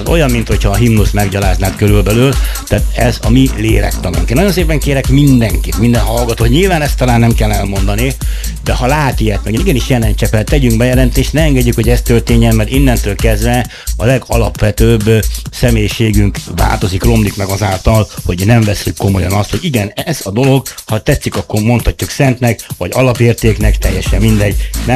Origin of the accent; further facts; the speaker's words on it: Hungary